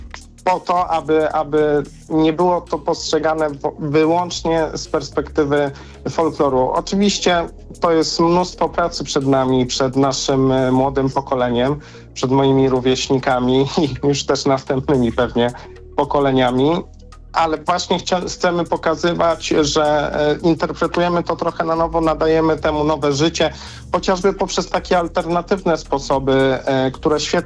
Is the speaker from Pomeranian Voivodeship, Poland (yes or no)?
yes; Pomeranian Voivodeship, Poland; my Kaszubi jesteśmy, no, bardzo konsekwentni w swoich działaniach.